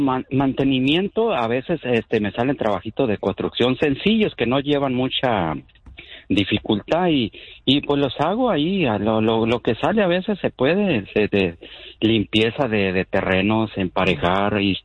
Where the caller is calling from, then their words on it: Pomona, California, United States; Mire, por acá estoy por el área de Pomona.